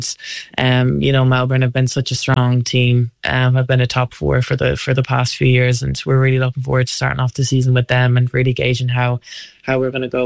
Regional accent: Ireland

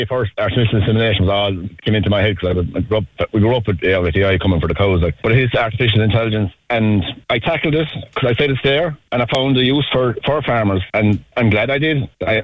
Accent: Munster, Ireland; I'm a farmer from Tipperary.

